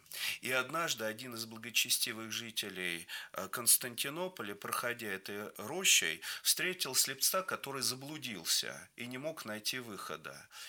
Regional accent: Vladimir Oblast, Russia; Я сам вырос во Владимирской области. Потом оказался в монастыре Сретения Владимирской иконы Божией Матери.

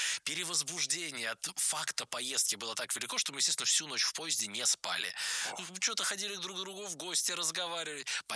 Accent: Nizhny Novgorod, Nizhny Novgorod Oblast, Russia; born there; я из Нижнего Новгорода

